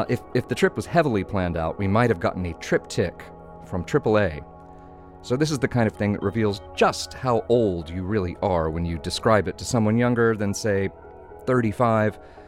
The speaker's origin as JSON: {"language": "English", "region": "Oklahoma", "country": "United States", "tie": "born or raised there", "moved": "as an adult", "lives_now": "New York, United States", "said": "I'm from Oklahoma. Some of you may have heard this. And from childhood on until I moved to New York when I was a young man"}